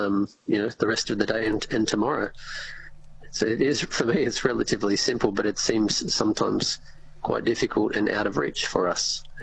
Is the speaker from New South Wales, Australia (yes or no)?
yes; Bellingen, New South Wales, Australia; last year in my hometown in Bellingen